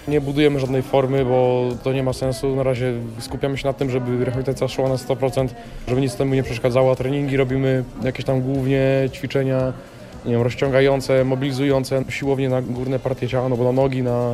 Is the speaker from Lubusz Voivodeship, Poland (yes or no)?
yes; Szprotawa, Lubusz Voivodeship, Poland; u mnie w Szportawie, gdzie się wychowałem, urodziłem i pierwsze kroki w sporcie stawiałem